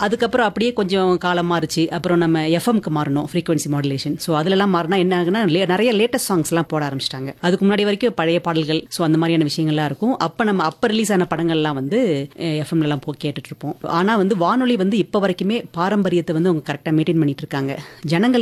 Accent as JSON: {"language": "Tamil", "town": "Chennai", "region": "Tamil Nadu", "country": "India", "tie": "born or raised there", "said": "நான் வந்து பிறந்து வளர்ந்ததெல்லாம் சென்னையில்."}